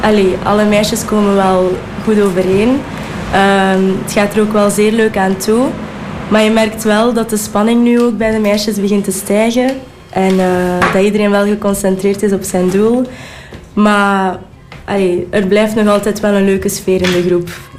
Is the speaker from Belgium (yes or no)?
yes; Moerbeke, Flanders, Belgium; Ik ben 21 jaar en ik ben afkomstig uit Moerbeke.